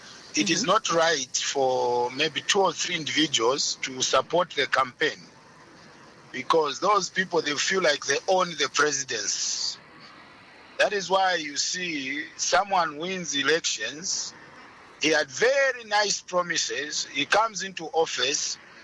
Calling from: Lusaka, Lusaka Province, Zambia; Mm-hmm. I'm calling from Lusaka.

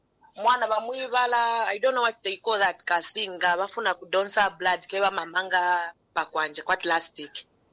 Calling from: Chipata, Eastern Province, Zambia; I'm calling from Chupata Maplot.

